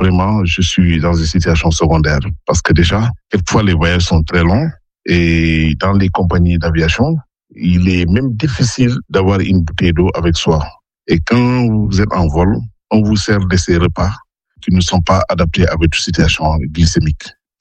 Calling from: Saint-Louis, Senegal; Je vous appelle de Saint-Louis, du Sénégal. J'ai 60 ans.

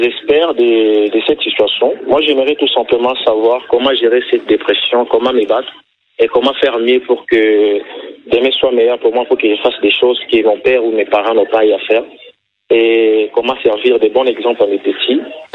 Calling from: Kisangani, Tshopo, DR Congo; je suis de Kisangani.

